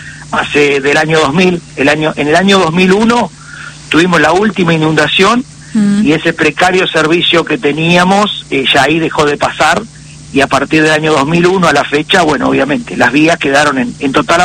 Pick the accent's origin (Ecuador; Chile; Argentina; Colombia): Argentina; Timote, Buenos Aires Province; also born or lived in General Pico; yo soy de Timote, en la provincia de Buenos Aires, oeste de la provincia de Buenos Aires. Estamos en el distrito de Carlos Tejedor, acá cerquita de General Villegas, cerquita de Pehuajó.